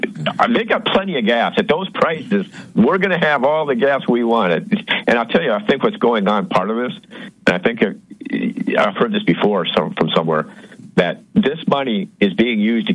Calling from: Minneapolis, Minnesota, United States

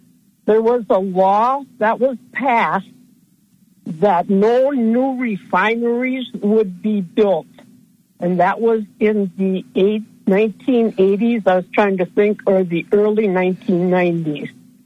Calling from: Wisconsin, United States; from Wisconsin.

